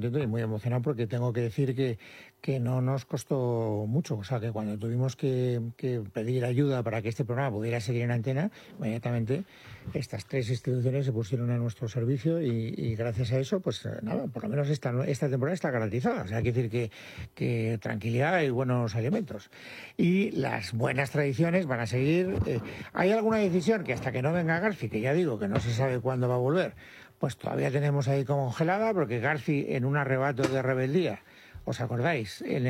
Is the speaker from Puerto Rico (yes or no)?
no; Castellón, Valencian Community, Spain; Es que como vengo de Castellón, todavía con la mentalidad levantina.